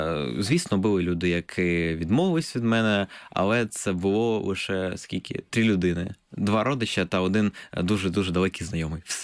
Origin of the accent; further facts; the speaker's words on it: Zaporizhzhia, Zaporizhzhia Oblast, Ukraine; born there; moved away; я народився в Запоріжжі